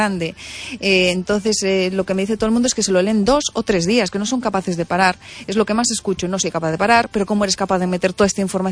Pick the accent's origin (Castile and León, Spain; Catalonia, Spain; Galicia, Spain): Galicia, Spain; Vilalba; yo soy de Vilalba, Lugo, y cuando íbamos para el norte, para las playas de la Mariña